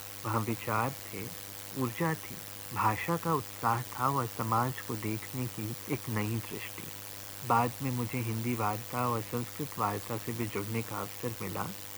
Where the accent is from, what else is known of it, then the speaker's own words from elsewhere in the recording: Gorakhpur, Uttar Pradesh, India; मेरा बचपन गोरखपुर में बीता, शुरुआती शिक्षा भी वहीं हुई।